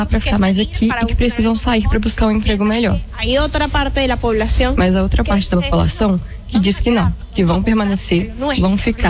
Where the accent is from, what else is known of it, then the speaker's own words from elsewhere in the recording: Venezuela; Não me vejo vivendo em outro país. Eu amo meu país. Eu amo a minha terrinha. Eu não deixo de viajar. Gosto muito de viajar.